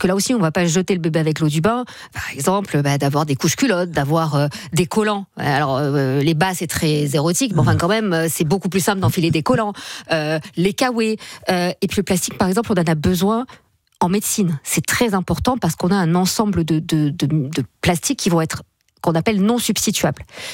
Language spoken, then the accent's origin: French; south of France, France; moved away; moi je viens du sud de la France